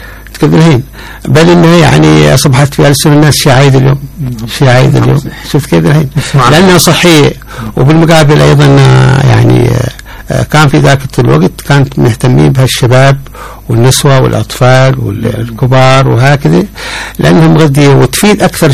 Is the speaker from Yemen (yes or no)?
yes; Hadramaut, Yemen; عندنا هاني في حضرموت